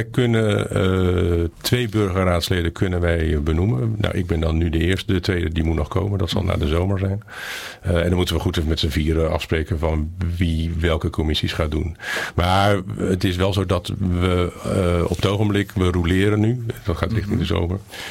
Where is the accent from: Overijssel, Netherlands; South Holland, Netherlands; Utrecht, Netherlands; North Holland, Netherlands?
South Holland, Netherlands; Bodegraven; Ik kom uit Bodegraven.